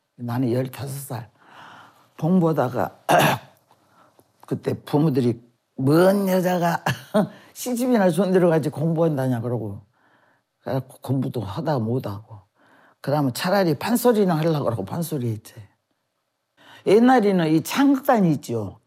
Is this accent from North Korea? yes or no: no; Mokpo, South Jeolla, South Korea; born there; also born or lived in Naju; 제 고향은 나주고요. 43년 7월 4일 생일은 그렇게 하고 거기서 막 그 낳고 바로 목포로 나왔대요.